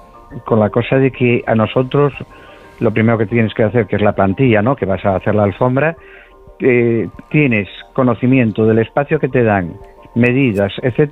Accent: Ponteareas, Galicia, Spain; somos de Pontareas

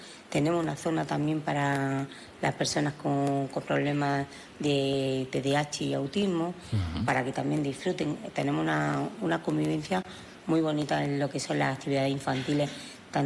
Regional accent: Albolote, Andalusia, Spain; mi pueblo es un pueblo muy acogedor

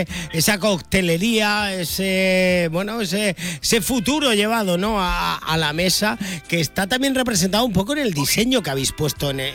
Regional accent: Almería, Andalusia, Spain; tú y yo, que somos de Retamar

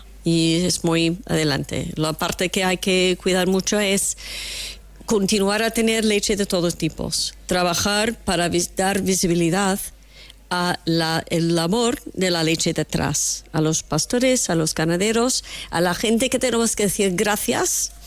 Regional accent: Italy; Spanish is a second language; Yo digo otros países y he empezado con que soy italiano y tengo queso portugués.

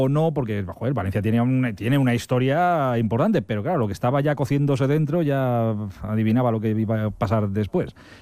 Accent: Brazil; Spanish is a second language; moved away as an adult; now in Italy; salí de Brasil

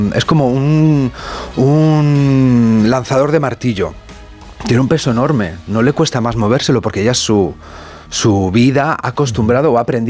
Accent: Valladolid, Castile and León, Spain; yo soy castellano, de Valladolid.

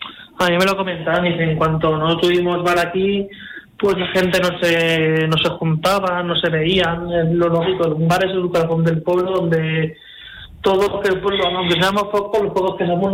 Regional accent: Elda, Valencian Community, Spain; now in Beamud, Spain; yo soy de Elda, de una ciudad de Alicante, y venía de vez en cuando aquí a Beamuth, pero sí, soy yo de aquí de... Soy de Alicante.

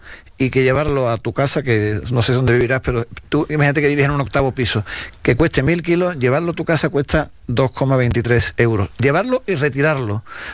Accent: Spain; a lo mejor en mi tierra aquí o quizás no. Pero sí deberíamos conocer el valor del agua, porque lo que sí hacemos bien los españoles es

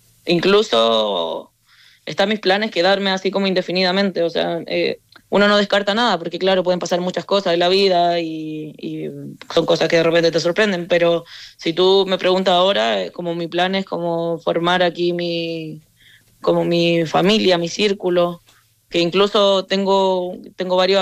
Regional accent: Santiago, Santiago Metropolitan Region, Chile; moved away as an adult; now in Gijón, Spain; Yo vengo de una capital, vengo de Santiago. Entonces, claro, es todo como muy seco, es distinto. Es como vivir en Madrid, es como una ciudad muy grande, mucha gente.

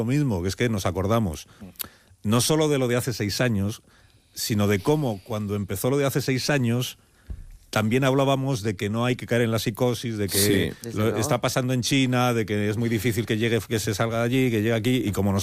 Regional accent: United Kingdom; Soy un ciudadano británico

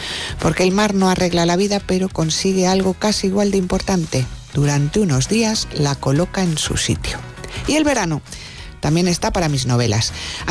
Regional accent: Madrid, Community of Madrid, Spain; aunque soy madrileña, completamente madrileña, soy de Madrid hasta cuando me callo.

